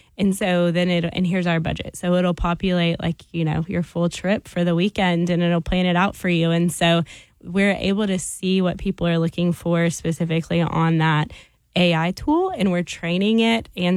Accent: Arkansas, United States; I grew up in Arkansas

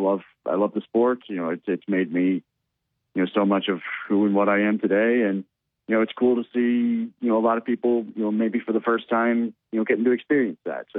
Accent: St. Louis, Missouri, United States; I mean, like, I grew up in St. Louis, so, I mean, not super far away.

